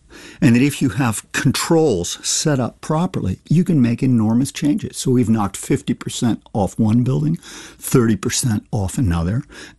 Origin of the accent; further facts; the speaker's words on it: New York, United States; also born or lived in Italy / Kenya / Canada; now in United Kingdom; Well, I grew up in New York as a child. My parents moved to Nairobi in Kenya. I went to university in Canada.